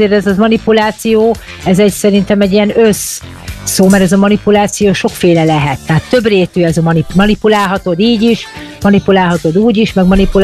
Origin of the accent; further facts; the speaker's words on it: Budapest, Hungary; born there; Hát én a Baba utcában születtem Pester Zsébeten, onnan jöttem.